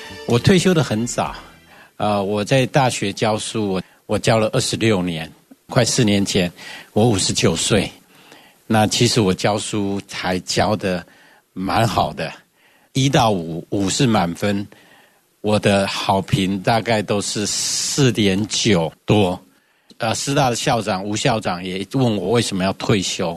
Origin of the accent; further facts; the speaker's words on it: Hakka, Taiwan; also born or lived in Indiana, United States / Chicago, United States; now in Taipei, Taiwan; 因为我是客家人，但是我现在台语讲的比客家话好